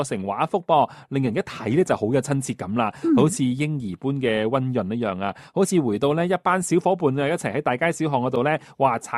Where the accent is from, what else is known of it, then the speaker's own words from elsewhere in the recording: Guangdong, China; 我们老广